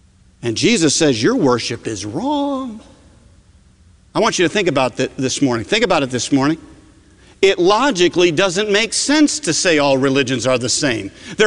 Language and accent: English; Northeast, United States; I came from the Northeast, and in the Northeast, many worshiped in hushed, hallowed settings, and the preacher wears a robe.